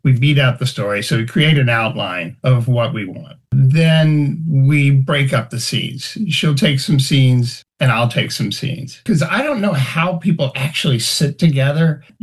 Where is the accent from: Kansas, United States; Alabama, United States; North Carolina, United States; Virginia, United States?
Virginia, United States; Farmville; also born or lived in Richmond; So I was born in Richmond, but raised in Farmville the first 13 years.